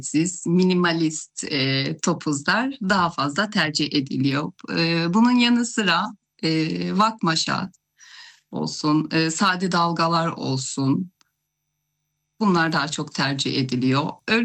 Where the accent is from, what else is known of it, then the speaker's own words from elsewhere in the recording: Pazar, Rize, Turkey; now in Rize, Turkey; Rize'deyim. Rize merkezdeyim. Aslen pazardayım ama.